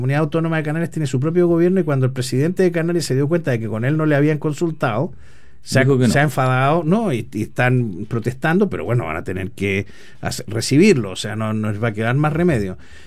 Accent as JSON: {"language": "Spanish", "region": "Los Lagos", "country": "Chile", "said": "Es que en el sur, o sea, yo vengo de la región de Los Lagos, es una de las regiones de Chile más expuesta a este tema del antivirus."}